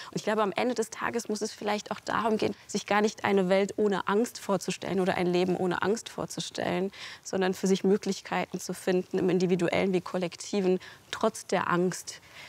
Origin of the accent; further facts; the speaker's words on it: Cologne, North Rhine-Westphalia, Germany; Ich bin ja in Köln-Kalk aufgewachsen und dieser Ort hatte für mich früher eine sehr auch soghafte Wirkung, also auch eine beklemmende Wirkung. Das war ja viel eben Industriewüste